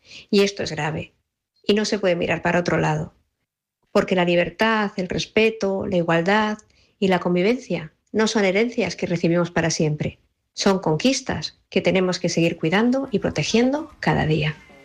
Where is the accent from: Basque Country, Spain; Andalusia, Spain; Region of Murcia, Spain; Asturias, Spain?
Asturias, Spain; Oviedo; Hace solo unos días, en mi ciudad natal, Oviedo